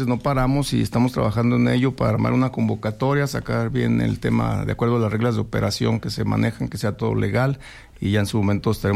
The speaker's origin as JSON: {"language": "Spanish", "town": "El Llano", "region": "Aguascalientes", "country": "Mexico", "said": "soy de ahí, de Santa Rosa, el llano"}